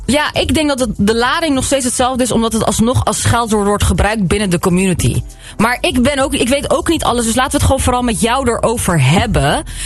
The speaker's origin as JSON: {"language": "Dutch", "country": "Suriname", "said": "wij als Surinamers"}